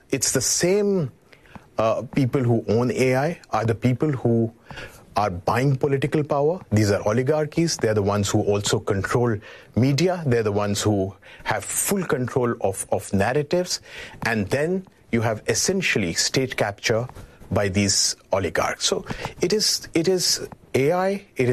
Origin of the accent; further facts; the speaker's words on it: India; whether I come from India, so I've seen movements in Sri Lanka, in Bangladesh, in Nepal, changing regimes.